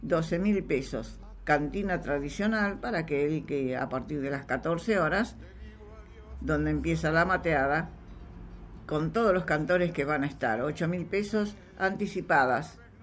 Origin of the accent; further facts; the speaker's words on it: tierra colorada, Misiones, Argentina; now in Necochea, Argentina; Amo mi tierra colorada y sus chamamés y galopas